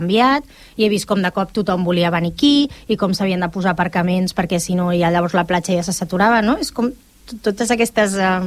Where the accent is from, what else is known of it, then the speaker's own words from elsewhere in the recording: El Prat de Llobregat, Catalonia, Spain; jo sóc del Prat, el Prat és ciutat, ostres, però el Prat té una història